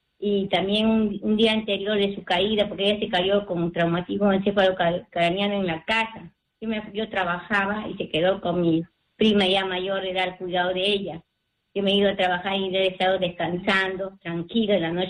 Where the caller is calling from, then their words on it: Huacho, Lima, Peru; estoy llamando de Guacho … de Voluntad.